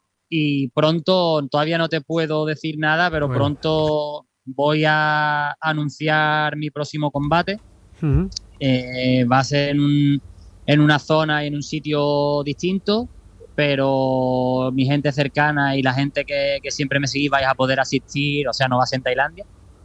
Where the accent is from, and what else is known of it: Cádiz, Andalusia, Spain